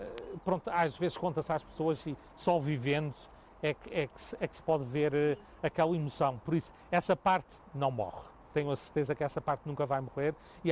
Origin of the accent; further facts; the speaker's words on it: Angra do Heroísmo, Azores, Portugal; Eu, para ser sincero, sou mais apegada a qualquer sítio de Portugal do que a minha terra natal. Gosto muito de ir à Terceira, porque ainda tenho família lá.